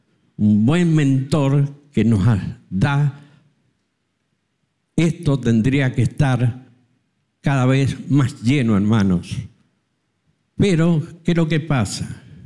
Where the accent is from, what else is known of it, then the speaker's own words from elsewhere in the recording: Guaymallén, Mendoza, Argentina; soy de Guaymallén